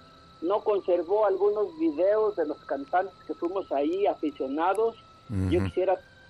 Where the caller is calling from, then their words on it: Queen Creek, Arizona, United States; hablo de Arizona.